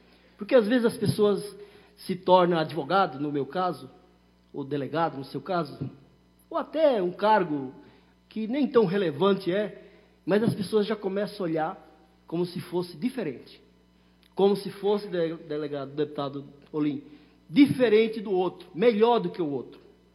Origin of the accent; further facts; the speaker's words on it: Northeast Region, Brazil; now in São Paulo, Brazil; as pessoas que são da região lá de onde eu sou, de onde eu vim também, muitos nordestinos que veio da... Você não veio do Nordeste, mas eu vim da roça. Da roça, trabalhava de enxada. E vim para São Paulo